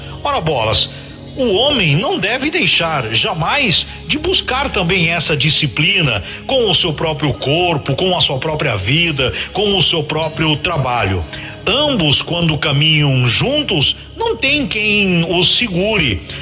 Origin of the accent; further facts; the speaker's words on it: Brazil